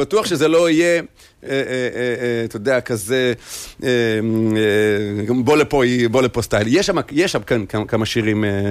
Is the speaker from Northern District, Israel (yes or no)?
yes; Safed, Northern District, Israel; כן, כן, כן.